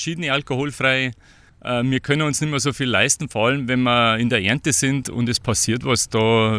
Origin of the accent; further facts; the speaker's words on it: Bavaria, Germany; moved away as an adult; Ja, ich komme ursprünglich aus der Hallertau. Das liegt zwischen Ingolstadt und München.